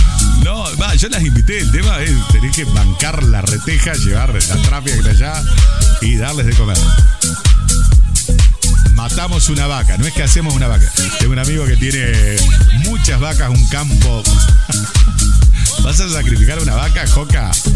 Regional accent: San Cristóbal, Santa Fe, Argentina; moved away; Gracias a la gente de San Cristóbal, un saludo muy, pero muy grande. Mi ciudad natal

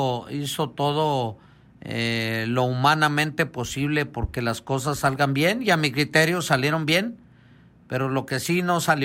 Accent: Camargo, Chihuahua, Mexico; Aquí nací en Camargo. Me crié en el Ojo Caliente y vivo actualmente por ahí en Altavista, el cual tengo a mi familia.

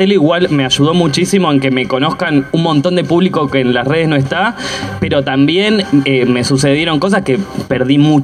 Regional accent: Bellavista, Buenos Aires Province, Argentina; O sea, yo quería, pero viste, como en donde soy de Bellavista, mi viejo medio que no estaba metido en el mundo

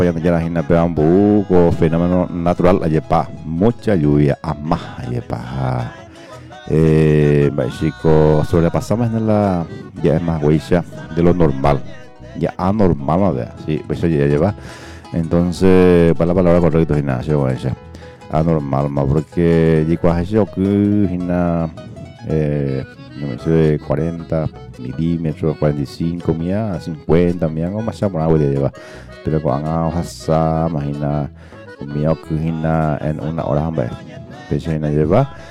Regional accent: Paraguay; como buen paraguayo que somos

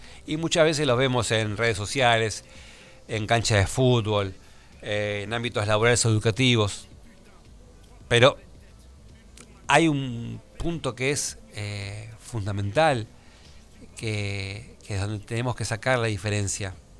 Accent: Argentina

